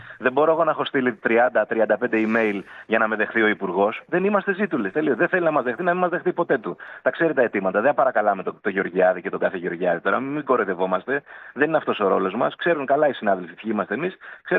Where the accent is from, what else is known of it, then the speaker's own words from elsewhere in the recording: Kalamata, Peloponnese, Greece; moved away; Εγώ το νοσοκομείο της Καλαμάτας το ξέρω καλύτερα από το σπίτι μου. Γιατί έχω δουλέψει, γιατί είναι η πατρίδα μου, γιατί μένουν οι γονείς μου και η οικογένειά μου εκεί.